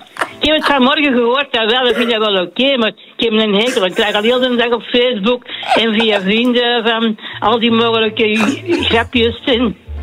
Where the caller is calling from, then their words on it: Belgium; Ik ben een echte Belg.